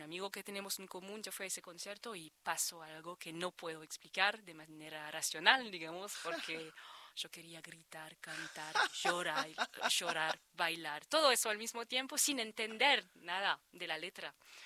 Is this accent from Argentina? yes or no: no; France; Spanish is a second language; yo crecí con caballos en los Alpes franceses.